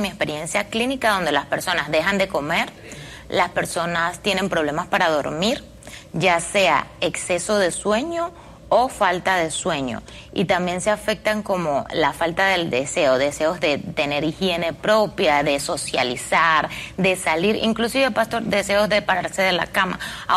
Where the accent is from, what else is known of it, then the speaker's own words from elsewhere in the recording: Venezuela; moved away as an adult; also born or lived in New York; now in Miami, United States; yo soy venezolana y me gradué en Venezuela